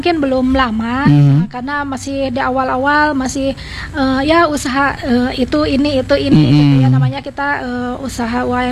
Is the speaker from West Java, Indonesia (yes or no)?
yes; Sumedang, West Java, Indonesia